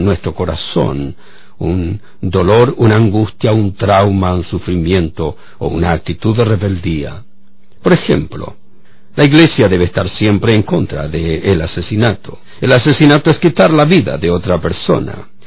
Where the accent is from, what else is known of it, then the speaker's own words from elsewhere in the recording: Chile; como en mi país, en Chile